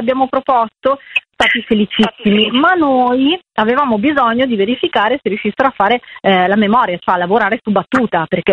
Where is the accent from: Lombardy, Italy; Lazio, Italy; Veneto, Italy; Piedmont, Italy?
Lombardy, Italy; Mantua; In realtà la nostra storia poi è accaduta a Mantova, noi siamo di Mantova, però Ferrara ci sembrava uguale per tanti versi.